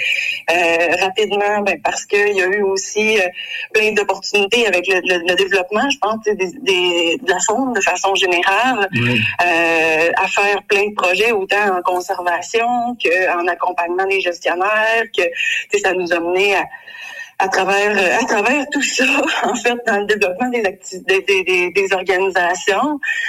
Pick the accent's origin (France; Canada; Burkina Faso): Canada; Saguenay, Quebec; moved away as an adult; now in Quebec City, Canada; Moi, je suis originaire de la belle région du Saguenay. Mmh. J'ai vécu là la plus grande partie de ma vie. Donc, ma famille qui est encore là. J'ai grandi. J'ai fait mon baccalauréat en biologie à l'Université du Québec à Chicoutimi.